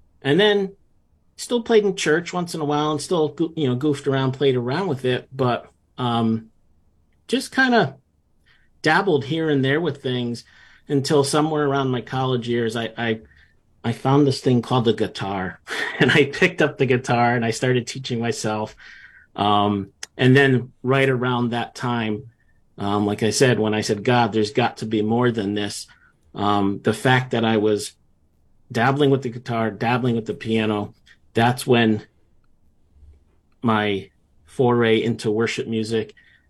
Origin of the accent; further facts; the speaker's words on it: North Branford, Connecticut, United States; Yeah, I grew up in North Branford, which is in New Haven County on the shoreline in Connecticut.